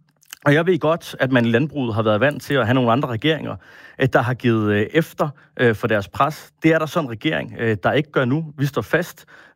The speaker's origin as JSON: {"language": "Danish", "town": "Aabenraa", "region": "Region of Southern Denmark", "country": "Denmark", "tie": "born or raised there"}